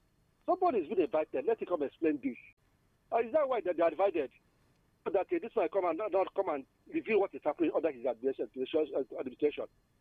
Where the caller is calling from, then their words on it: Anambra, Nigeria; And I come from Buka, Anambra State.